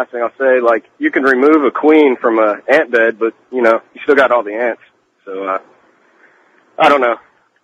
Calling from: Houston, Texas, United States; I'm in Houston, Texas.

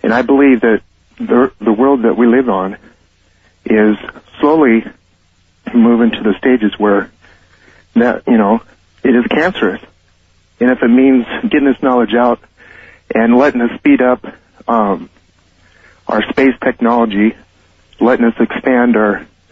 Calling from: Federal Way, Washington, United States; up here in Federal Way.

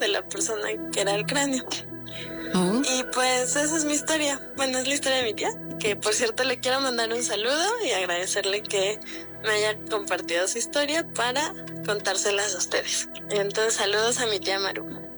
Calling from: Durango, Mexico; hablo de Durango.

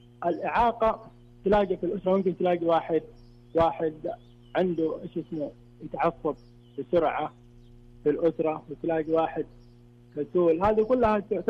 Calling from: Mecca, Makkah Province, Saudi Arabia

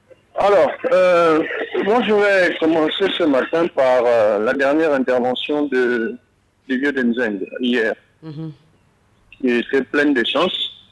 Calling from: Gabon; moi en tant que Gabonais

